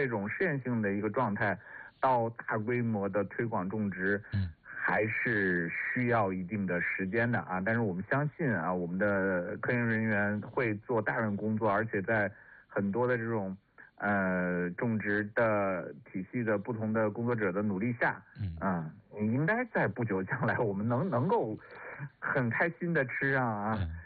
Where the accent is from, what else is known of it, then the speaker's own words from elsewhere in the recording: China; 这就会越来越适合我们中国人的咖啡杯了